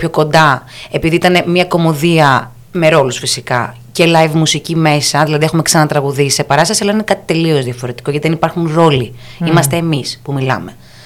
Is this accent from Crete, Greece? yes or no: yes; Heraklion, Crete, Greece; moved away as an adult; also born or lived in Athens; ήμουν στην Αθήνα 7 χρόνια και επέλεξα να επιστρέψω να κάνω πολιτισμό στον τόπο μου.